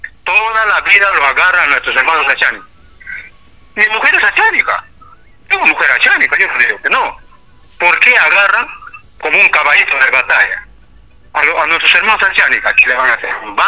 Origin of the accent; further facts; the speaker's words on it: this district, Junín, Peru; yo tengo 58 años viviendo acá en este distrito, mi pueblo, mi lugar de nacimiento original de acá.